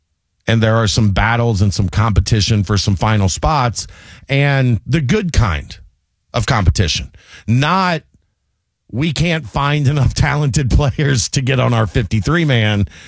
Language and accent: English; Kentucky, United States